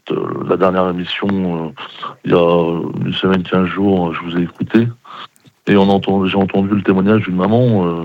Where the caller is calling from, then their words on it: Montbéliard, Bourgogne-Franche-Comté, France; Je vous appelle du Doubs, plus précisément à Montbéliard dans le 25.